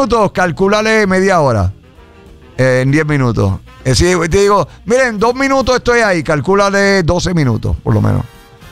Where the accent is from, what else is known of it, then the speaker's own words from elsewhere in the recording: Puerto Rico; Somos boricuas.